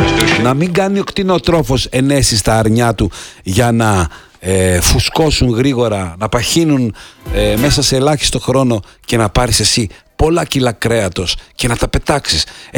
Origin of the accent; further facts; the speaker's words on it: Greece; Παλιά ως Έλληνες το θυμάστε